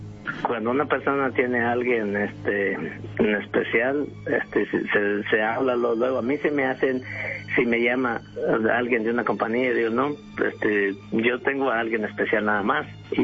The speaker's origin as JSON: {"language": "Spanish", "region": "Guerrero", "country": "Mexico", "said": "No, yo soy de Guerrero."}